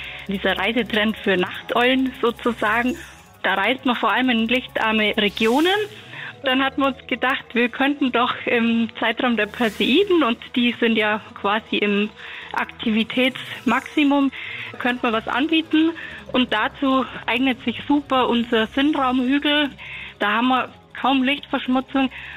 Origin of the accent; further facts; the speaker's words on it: Bavaria, Germany; Kirre-Biere ist eine Stirnlampe bei uns im Allgäuerischen.